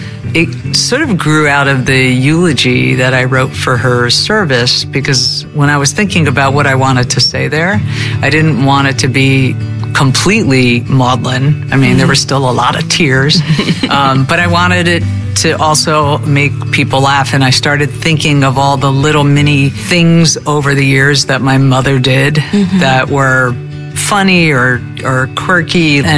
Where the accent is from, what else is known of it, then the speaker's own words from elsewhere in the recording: New Jersey, United States; I'm from New Jersey.